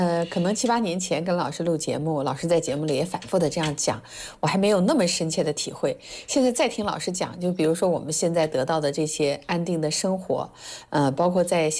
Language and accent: Chinese; China